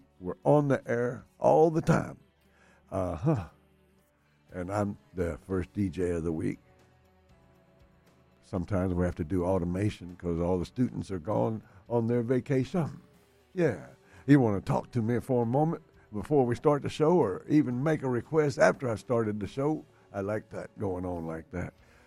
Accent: Irving, Texas, United States; now in Winter Park, Florida, United States; I grew up in Dallas, Texas, Irving, Texas, right outside of Dallas. I've been in Florida for 45 years

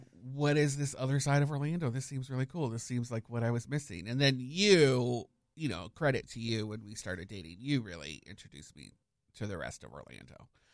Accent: Canada

